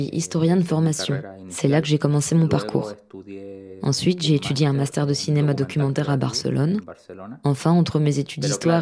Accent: Arica, Arica y Parinacota, Chile; je viens d'Arica, une ville située à la frontière nord du Chili, partagée avec le Pérou et la Bolivie.

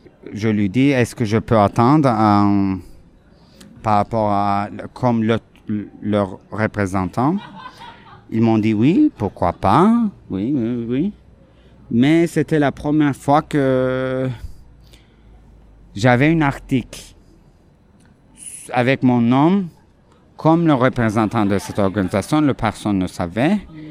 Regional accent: Turkey; French is a second language; moved away; je suis de la Turquie, j'ai 34 ans pour le moment

